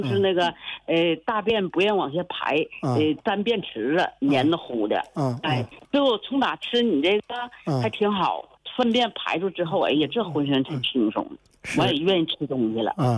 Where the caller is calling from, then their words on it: Taonan, Jilin, China; 吉林省洮南市